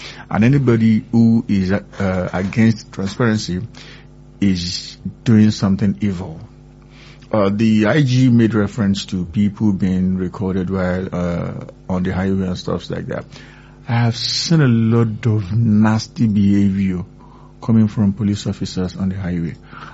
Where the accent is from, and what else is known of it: Nigeria; born there